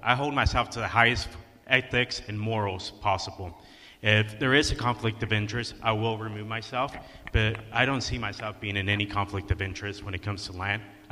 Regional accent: Stratford, California, United States; I grew up in a rural town. I grew up here in Stratford.

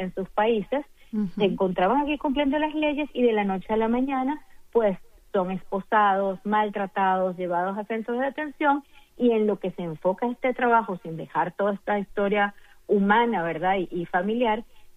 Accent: Venezuela; now in Doral, United States; Más del 40% de los habitantes somos venezolanos, por cierto

